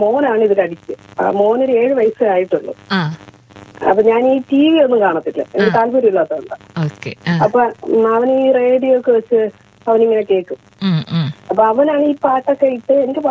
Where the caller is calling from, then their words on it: Kollam, Kerala, India; ഞാനിവിടെ കൊല്ലം.